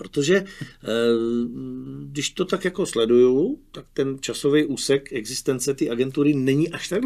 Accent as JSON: {"language": "Czech", "town": "Brno", "region": "South Moravian Region", "country": "Czechia", "said": "jsou sami šikovní lidi, já jsem z Brna."}